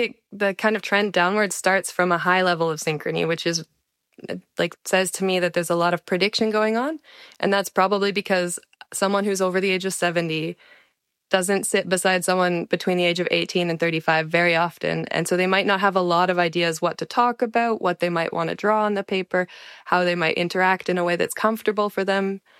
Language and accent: English; Canada; And I said, "Hi … I'm from Canada."